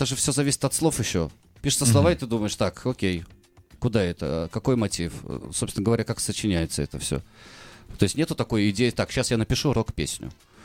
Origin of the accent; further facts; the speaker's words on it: Saint Petersburg, Russia; Нет, я из Санкт-Петербурга.